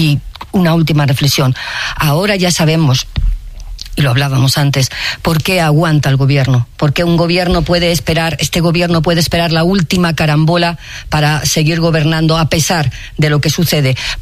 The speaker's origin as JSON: {"language": "Spanish", "region": "Castile and León", "country": "Spain", "said": "Ya le vendría bien a mi tierra, a Castilla-León, tener migración joven allí"}